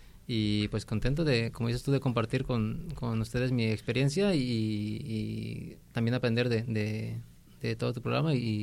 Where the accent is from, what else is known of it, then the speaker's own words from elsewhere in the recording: Tepic, Nayarit, Mexico; soy originario de aquí de Tepic, tengo 38 años